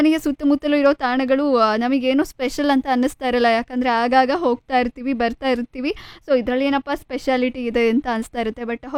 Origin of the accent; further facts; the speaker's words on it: Kalasa, Karnataka, India; ನಮ್ಮ ಕಳಸ, ನಮ್ಮೂರು ಸಂಪೂರ್ಣವಾಗಿ ಗೊತ್ತಿದೆ ಅಲ್ವಾ, ಕಳಸ ಅಂದ ತಕ್ಷಣ ಫುಲ್ ಕಾಡಿನ ಮಧ್ಯೆ ಅರಣ್ಯ ಪ್ರದೇಶವಾಗಿದೆ.